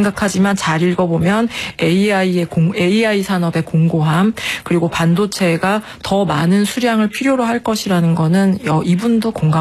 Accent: South Korea; 제가 한국 사람이라서

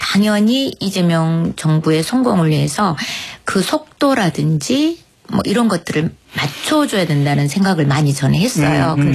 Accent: Honam, South Korea; 저는 호남 사람이거든요.

